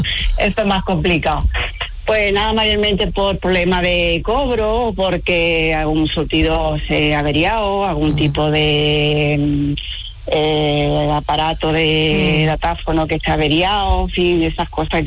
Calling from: La Línea de la Concepción, Andalusia, Spain; empiezo aquí por la línea, que es donde yo vivo.

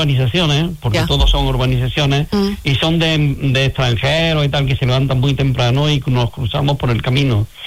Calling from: Córdoba, Andalusia, Spain; yo me vengo aquí en Cabo Pino, aunque vengo durante el año, una semanilla de vez en cuando y tal, porque yo vivo en Córdoba, soy de Córdoba.

